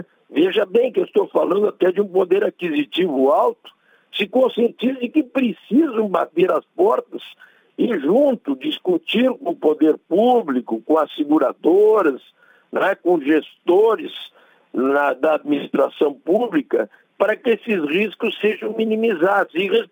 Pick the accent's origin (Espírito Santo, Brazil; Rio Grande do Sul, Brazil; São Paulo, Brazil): Rio Grande do Sul, Brazil; eu estou falando particularmente aqui do Rio Grande do Sul, porque sou gaúcho e vivo aqui